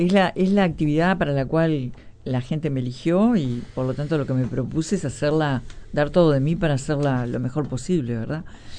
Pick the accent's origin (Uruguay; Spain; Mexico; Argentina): Uruguay